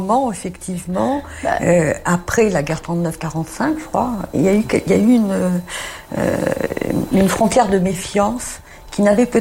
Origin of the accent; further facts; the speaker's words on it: Marseille, Provence-Alpes-Côte d'Azur, France; nous ne sommes pas montés, comme on dit à Paris, comme on est de Marseille. Et nous sommes restés à Marseille parce qu'il y avait le port.